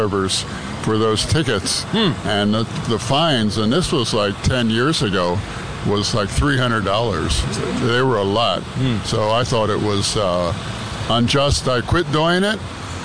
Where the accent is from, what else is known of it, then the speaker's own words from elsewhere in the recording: Tucson, Arizona, United States; The city, I'm from Tucson, the local government was using him as revenue generators